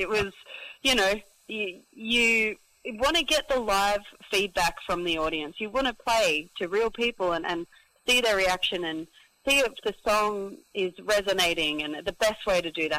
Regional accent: Inverell, New South Wales, Australia; the story of my parents meeting and falling in love in my hometown in Inverell at the Golden Fleece

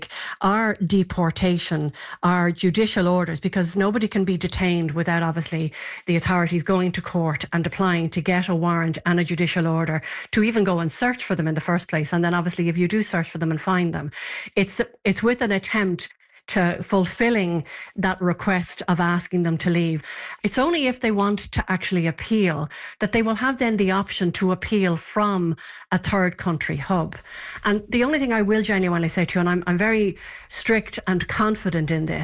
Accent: Ireland; We completely agree, and I'm from Ireland.

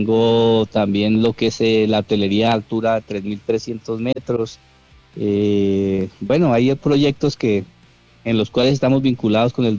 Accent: Colombia; nosotros como colombianos

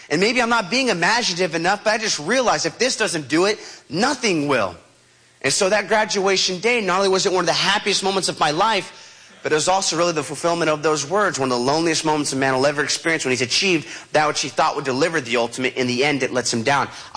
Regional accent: Huntington, California, United States; I think we stashed the other one in my dad's garage in my hometown. So I get stitched up by the dock in Coronado, San Diego, and I go, I'm going to go back and go drink that other keg of beer. So I make my way back to Huntington.

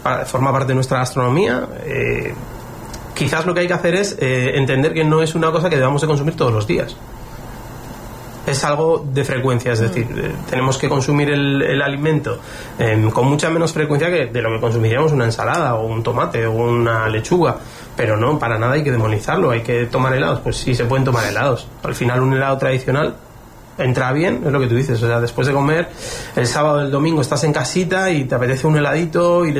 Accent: Basque Country, Spain; No, yo soy vasco, o sea, con lo cual...

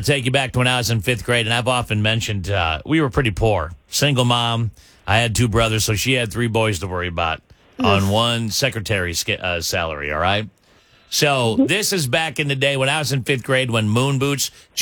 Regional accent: Wisconsin, United States; Remember, I grew up in Wisconsin, so this was during the winter.

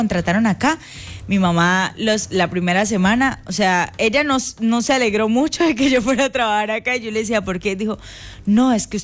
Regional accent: Tibú, Norte de Santander, Colombia; Obviamente, yo soy de Tibú y hay solamente dos colegios, el público y el privado.

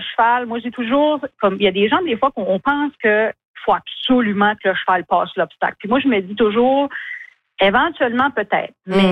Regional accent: Edmundston, New Brunswick, Canada; also born or lived in Moncton

